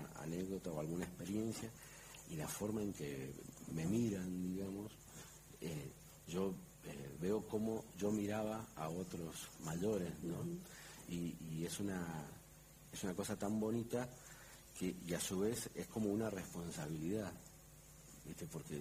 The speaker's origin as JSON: {"language": "Spanish", "region": "Mendoza", "country": "Argentina", "said": "Los mendocinos somos muy mendocinos."}